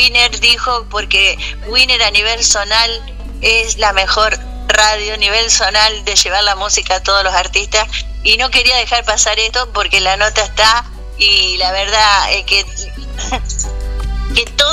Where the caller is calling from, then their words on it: Carcarañá, Santa Fe, Argentina; de Carcarañá.